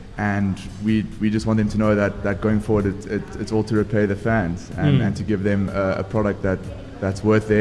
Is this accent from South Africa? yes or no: yes; South Africa; as a South African